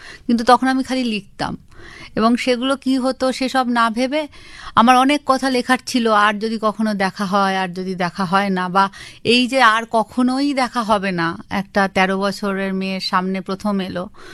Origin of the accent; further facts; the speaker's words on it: Basirhat, West Bengal, India; born there; বসিরহাটের মফস্বলের একটি স্কুল